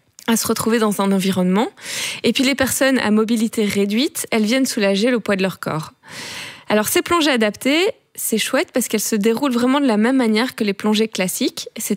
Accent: Belgium; mélanges, hein, nous les Belges.

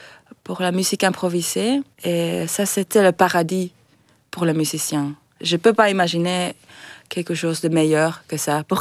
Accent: Finland; accent: du Nord; French is a second language; moved away as an adult; now in Brussels, Belgium; je reste très connectée avec mon pays. Je suis très fière d'être de la Finlande

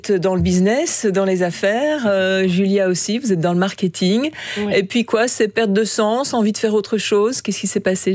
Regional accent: Belgium; En tant que Belge

